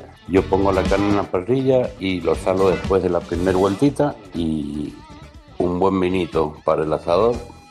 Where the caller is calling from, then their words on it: Guaymallén, Mendoza, Argentina; de Guaymallén